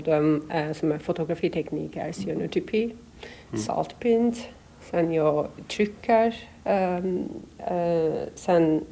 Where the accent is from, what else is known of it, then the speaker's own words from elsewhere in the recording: Istanbul, Turkey; Swedish is a second language; moved away as an adult; now in Åland, Finland; jag utsprung från Istanbul, det som är lite skillnad, som är 15 miljoner till 30 000.